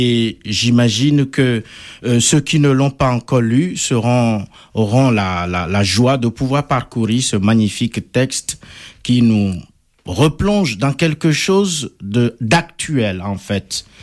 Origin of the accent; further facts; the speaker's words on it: Benin; moved away as an adult; now in France; mon pays, le Bénin. La providence fait que je suis en France